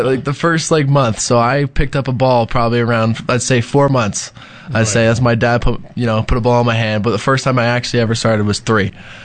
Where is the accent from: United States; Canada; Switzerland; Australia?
Canada; Scarborough, Ontario; I'm from Scarborough, Ontario. That's in Toronto. So I'm also Canadian.